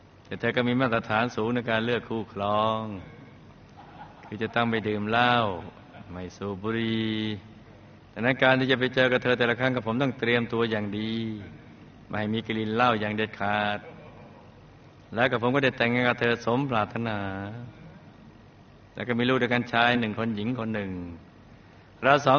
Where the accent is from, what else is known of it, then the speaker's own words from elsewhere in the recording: Phetchabun, Thailand; born there; กับผมเกิดในครอบครัวเกษตรกรรมที่ค่อนข้างยากจนจังหวัดเพชรบูรณ์มีพี่น้อง3คนกับผมเป็นลูกชายคนโต